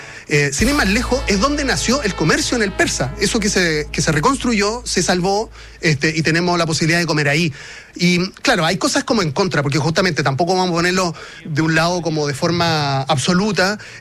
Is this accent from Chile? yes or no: yes; Chile